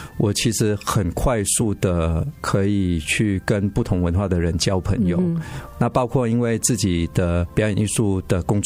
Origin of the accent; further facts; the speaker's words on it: Malaysia; now in Taiwan; 嗯，其实一开始我人在马来西亚的时候可能不会想那么多、